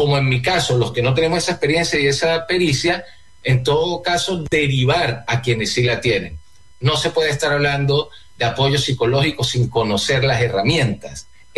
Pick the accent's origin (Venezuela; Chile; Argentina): Venezuela; que como venezolanos tenemos por la falta de institucionalidad en la que hemos vivido